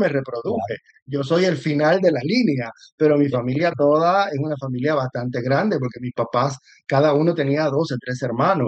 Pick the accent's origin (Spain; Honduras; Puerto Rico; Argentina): Puerto Rico; moved away as an adult; Si es que yo soy parte de la diáspora, yo me fui muy joven de Puerto Rico a los 23 años, pero he vuelto siempre a la isla, he vuelto a la isla